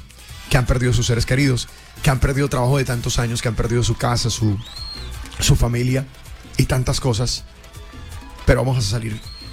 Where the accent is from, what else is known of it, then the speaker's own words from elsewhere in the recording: Colombia; Es el momento de unirnos como colombianos